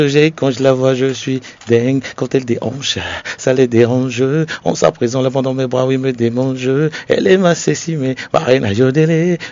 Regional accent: Benin; l'état civil, je suis béninois

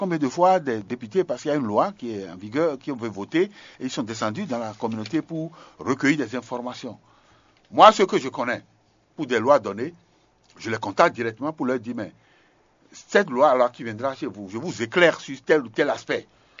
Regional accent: Benin; même chez nous, chez moi au Bénin.

